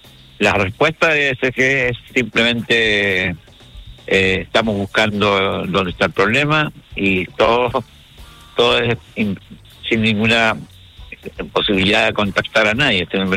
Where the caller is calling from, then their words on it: Viña del Mar, Valparaíso, Chile; Vivo en Viña del Mar, en la calle Álvarez con Quinta.